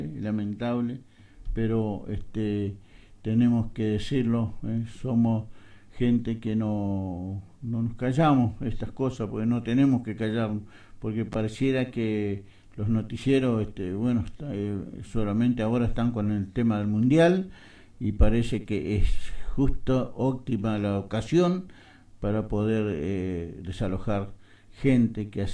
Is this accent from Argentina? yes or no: yes; Argentina